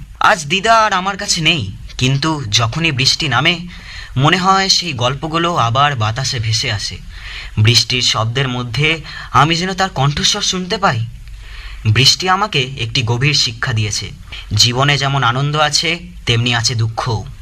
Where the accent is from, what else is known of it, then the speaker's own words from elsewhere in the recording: West Bengal, India; আমার বাড়ি পূর্ব বর্ধমানে।